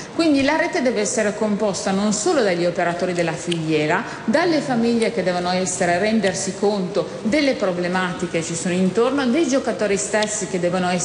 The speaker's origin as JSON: {"language": "Italian", "town": "Piacenza", "region": "Emilia-Romagna", "country": "Italy", "said": "io sono di Piacenza"}